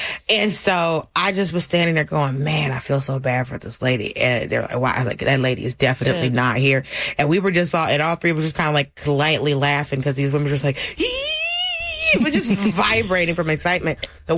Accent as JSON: {"language": "English", "town": "Atlanta", "region": "Georgia", "country": "United States", "said": "So I still had the long beard with my gold bees in it because I'm still from Atlanta, right? But, you know, on some just old head southern stuff."}